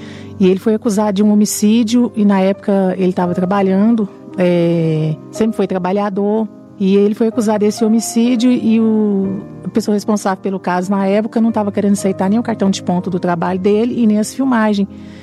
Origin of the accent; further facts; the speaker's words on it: Goiânia, Goiás, Brazil; sou de Goiânia, Goiás.